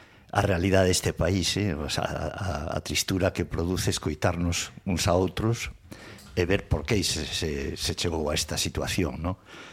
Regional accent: Vigo, Galicia, Spain; first language Spanish; Galician is a second language; máis de galega, polo tanto, na miña casa se falaba basicamente en castelán, nos xesuítas de Vigo, onde estuve 11 años, se falaba absolutamente en castelán

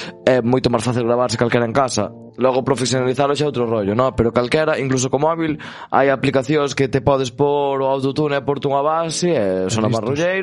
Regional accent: Xinzo de Limia, Galicia, Spain; A verdad, eu son de Xinzo, pero meus pais son de Perrelos e de Folgoso, que son dos pueblos do concello de Sarreaos, que xusto están separados polo monte.

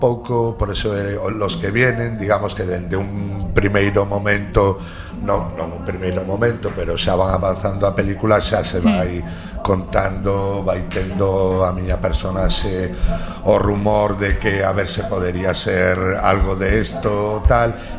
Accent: Ferrol, Galicia, Spain; programa e dixen que listos somos os ferrolanos.

